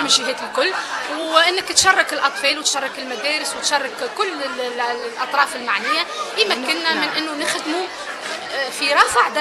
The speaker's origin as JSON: {"language": "Arabic", "country": "Tunisia", "said": "واللي عندنا في تونس الحقيقة في كل ما هو مناخ وبيئة عندنا مجتمع مدني فاعل"}